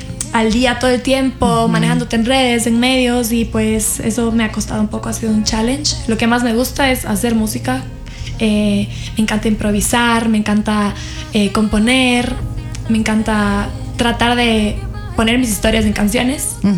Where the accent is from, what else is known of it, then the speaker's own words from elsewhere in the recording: Cuenca, Azuay, Ecuador; soy de Cuenca, soy de Ecuador